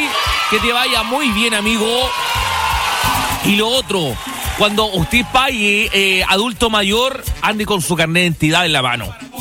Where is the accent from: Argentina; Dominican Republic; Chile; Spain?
Chile; Valdivia, Los Ríos; yo soy de Valdivia y de repente estoy trabajando en locomoción colectiva los fines de semana, cuando me vengo a Valdivia